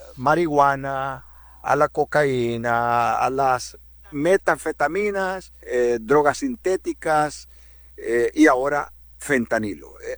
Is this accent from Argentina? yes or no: no; Honduras; yo soy hondureño